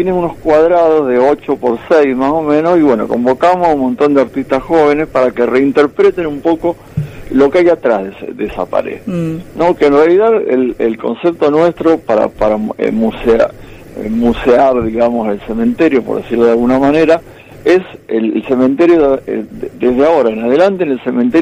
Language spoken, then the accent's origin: Spanish; Santa Fe, Argentina; Yo soy de Santa Fe.